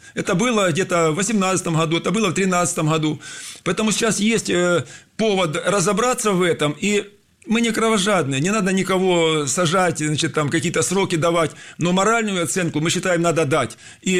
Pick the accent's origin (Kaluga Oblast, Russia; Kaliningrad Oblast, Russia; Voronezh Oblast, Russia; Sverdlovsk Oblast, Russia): Voronezh Oblast, Russia; Lizinovka; Но есть уникальная жемчужина архитектуры в моем родном селе Лизиновка Рощанского района.